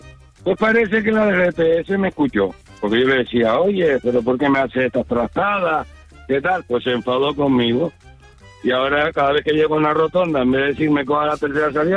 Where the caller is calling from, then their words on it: Tenerife, Canary Islands, Spain; soy de Tenerife, trabajo en la península con un camión.